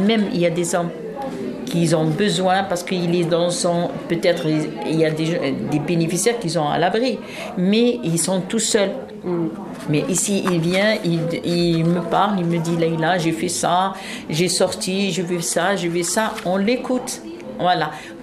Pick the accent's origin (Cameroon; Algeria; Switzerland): Algeria; French is a second language; Oui. Moi, je suis algérienne.